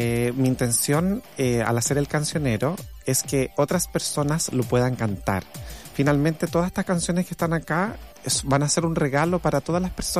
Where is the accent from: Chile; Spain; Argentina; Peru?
Chile; Valparaíso; born there; Nací en Valparaíso, Las personas que nacimos en Valparaíso nos hacemos llamar porteñas porque es el gran puerto de Chile, así que soy porteña también, pero de Chile.